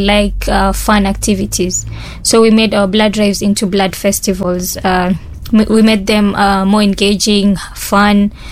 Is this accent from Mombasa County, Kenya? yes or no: yes; Mombasa, Mombasa County, Kenya; born or raised there